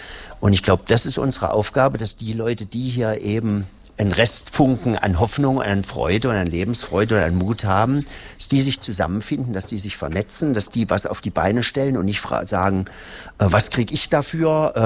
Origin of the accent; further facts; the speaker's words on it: Hettstedt, Saxony-Anhalt, Germany; Also für mich ist Eisleben ein großer Aufstieg. Ich komme nämlich aus Hettstedt.